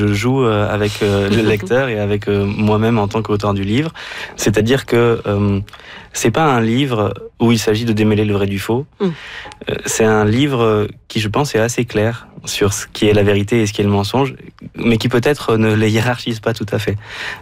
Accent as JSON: {"language": "French", "town": "Nancy", "region": "Grand Est", "country": "France", "tie": "born or raised there", "said": "J'ai grandi à Nancy."}